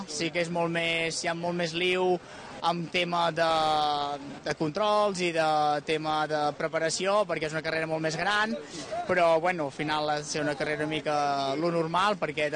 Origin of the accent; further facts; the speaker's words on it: Manlleu, Catalonia, Spain; A més, avui jo sóc de Manlleu i passem per Manlleu